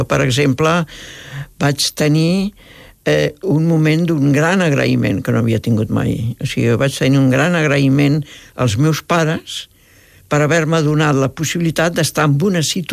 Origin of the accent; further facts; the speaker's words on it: France; jo vinc d'una família il·lustrada, en aquell moment era París, era França, jo vinc de França